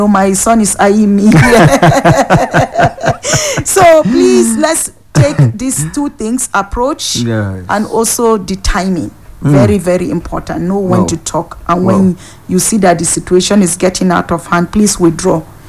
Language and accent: English; Wase, Plateau, Nigeria; I'm from Plateau State, I'm from Wase. I'm a Nigerian.